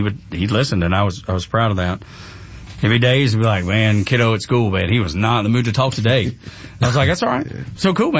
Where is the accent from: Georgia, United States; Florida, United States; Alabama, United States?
Georgia, United States; Dalton; and growing up in Northwest Georgia, it was the people that owned the carpet mills. I'm from Dalton, which is carpet capital of the world